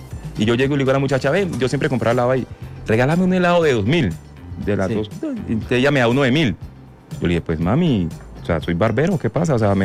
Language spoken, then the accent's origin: Spanish; Antioquia, Colombia; yo soy de Urabá.